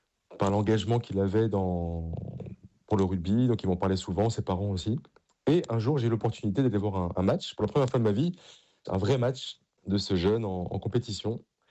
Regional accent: Paris, Île-de-France, France; viens d'une famille du sud-ouest, et même si j'ai grandi à Paris

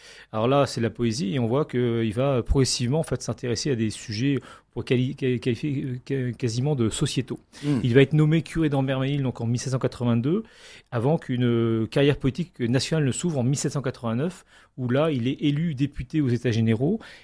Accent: Grand Est, France; qui peut nous intéresser en tant que Lorrain

